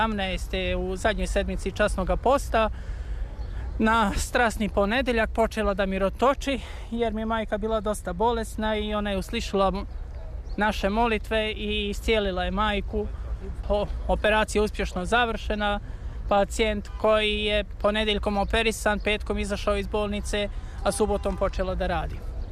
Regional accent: Banja Luka, Republika Srpska, Bosnia & Herzegovina; Dolazim iz Svete Krajine Republike Srpske Banja Luke.

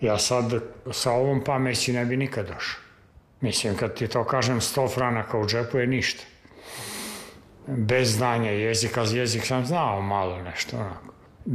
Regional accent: Serbia; Karl May je za vreme okupacije ceo preveden kod nas u Srbiji.

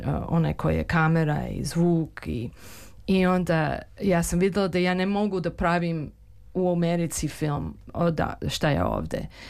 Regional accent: Serbia; ja nisam Romkinja, ja sam Srpkinja

